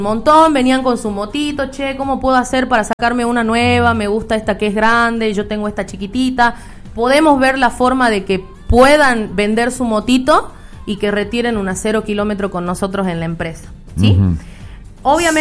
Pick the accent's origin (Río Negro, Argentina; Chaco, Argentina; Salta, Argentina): Salta, Argentina; Yo, obviamente, como soy nuevita, vine desde Salta, acá a trabajar a la zona.